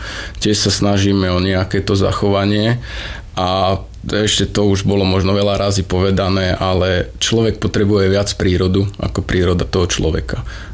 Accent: Žilina Region, Slovakia; also born or lived in Czech Republic; Ja žijem na Liptove celý život.

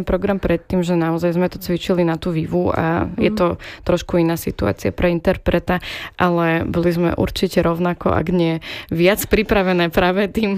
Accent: Stupava, Bratislava Region, Slovakia; lebo som zo Stupavy

